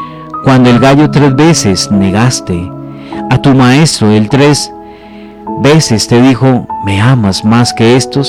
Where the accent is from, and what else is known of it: Colombia